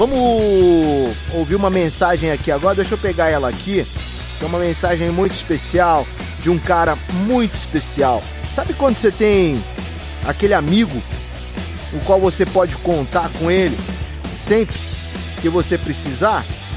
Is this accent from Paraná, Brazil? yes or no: no; Votuporanga, São Paulo, Brazil; moved away; É ali a nossa região, de onde eu venho. Venho de uma cidade chamada Votuporanga, que fica do lado de São José do Rio Preto, duas cidades vizinhas.